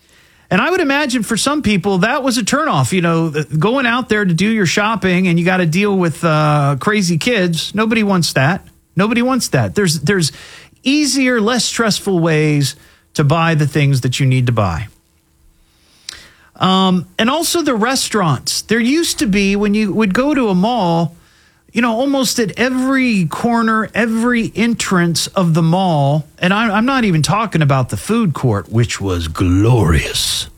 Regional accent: Beavercreek, Ohio, United States; But, you know, I grew up in Beaver Creek. So the mall that I primarily went to with my friends, my mom and dad, whoever, was the Dayton Mall.

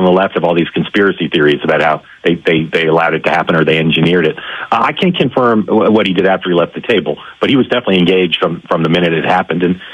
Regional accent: United States; You know, I'm an American, and I'm a dad and a husband, but also a reporter.

